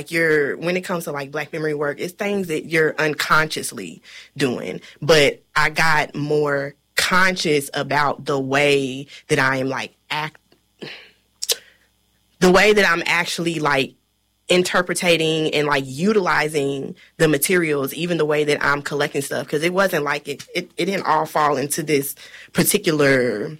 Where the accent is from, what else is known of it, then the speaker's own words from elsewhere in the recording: Kentucky, United States; I mean, I'm Black from Kentucky. I don't need to go to other places to experience